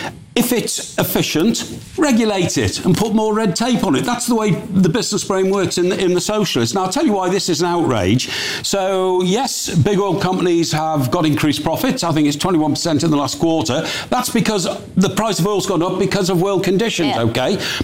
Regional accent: North West England, United Kingdom; I was brought up on Merseyside, where Unilever have a huge factory on the Wirral

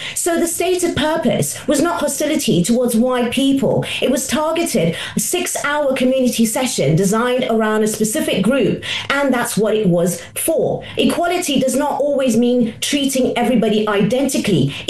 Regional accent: South Africa; I am born and raised in South Africa.

